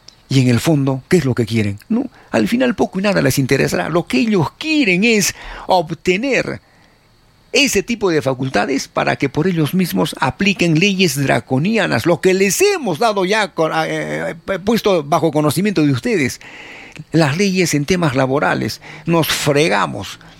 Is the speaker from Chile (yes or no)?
no; Peru